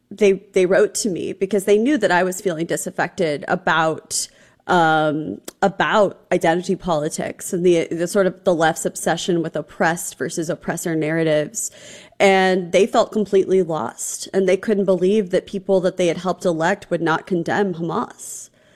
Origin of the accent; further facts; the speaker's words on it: Missouri, United States; We're both from Missouri.